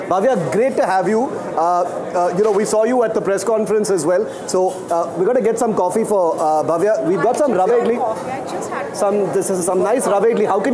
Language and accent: English; Karnataka, India; I am from Karnataka